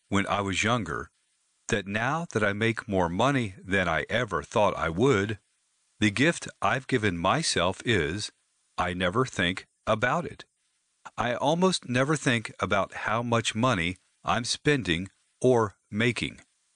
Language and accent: English; Pacific Northwest, United States; I'm from the Pacific Northwest. We were ahead of the curve on a lot of that stuff in the 80s and 90s.